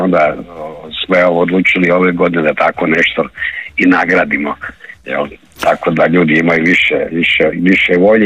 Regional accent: Croatia; Kod nas u Hrvatskoj

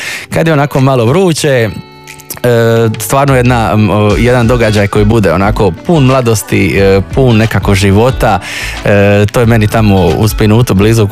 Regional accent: Split, Split-Dalmatia County, Croatia

